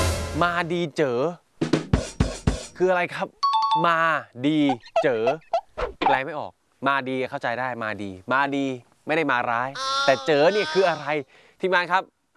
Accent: Isan, Thailand; ผมพูดแล้วนะครับผมคนอีสานอยู่แล้ว

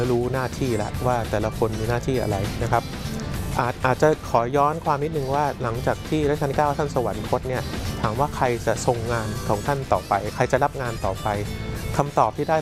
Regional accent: Bangkok, Thailand

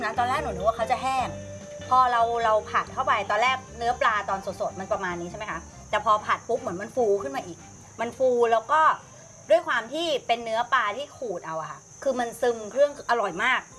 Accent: Southern Thailand, Thailand; ไม่ได้เราเป็นคนใต้

